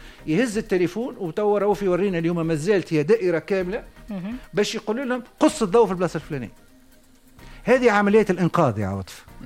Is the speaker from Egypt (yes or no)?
no; Tunisia; احنا في تونس